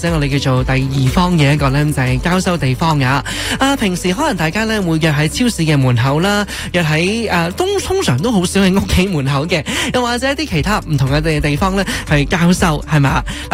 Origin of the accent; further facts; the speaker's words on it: Canada; 俾我哋加拿大人